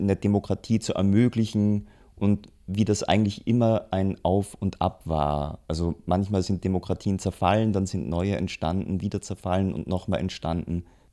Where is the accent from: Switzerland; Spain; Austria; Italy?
Austria; now in Berlin, Germany; Ich komme eigentlich aus Österreich, lebe aber schon seit vielen Jahren in Berlin